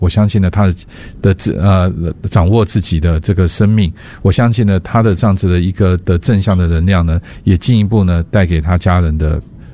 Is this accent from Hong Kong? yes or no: no; Taiwan; 以我们台湾人的精神跟我们台湾人的一个个性